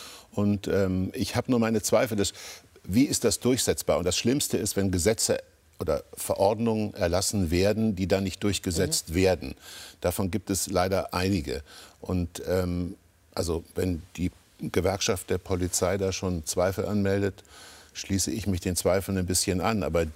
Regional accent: Kassel, Hesse, Germany; moved away; ich komme aus Kassel, das war eine tolle Mutter, ein furchtbarer Vater, es war eine kleine Wohnung

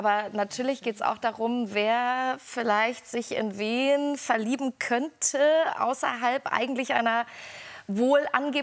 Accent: Erfurt, Thuringia, Germany; Ich bin in einem Plattenbau groß geworden in Erfurt mit meiner alleinerziehenden Mama

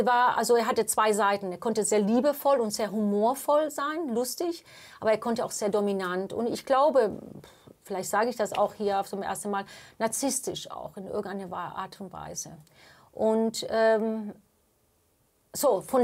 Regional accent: Spain; first language English; German is a second language; moved away; also born or lived in France; ich habe einen irischen Passport, aber ich bin in Spanien

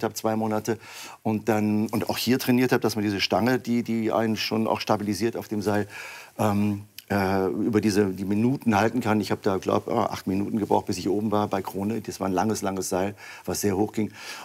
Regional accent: Bremerhaven, Bremen, Germany; Aber ich bin in meiner Heimatstadt in Bremerhaven

